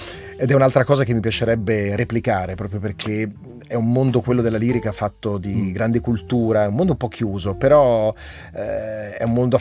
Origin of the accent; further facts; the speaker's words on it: Bergamo, Lombardy, Italy; mettici che sono anche bergamasco e quindi hai fatto, cioè, il pacchetto è proprio tosto.